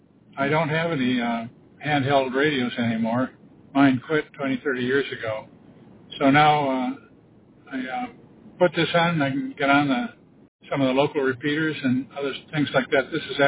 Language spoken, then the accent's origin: English; Wisconsin, United States; moved away as an adult; I grew up in Wisconsin. We moved out here 45, 50 years ago on a job and stayed.